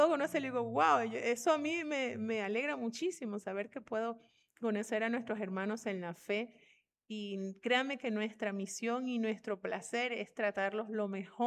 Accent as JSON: {"language": "Spanish", "country": "Venezuela", "moved": "yes", "said": "nosotros salimos de la escuela, no quisimos estudiar ahí, por eso tuvimos que salir de Venezuela."}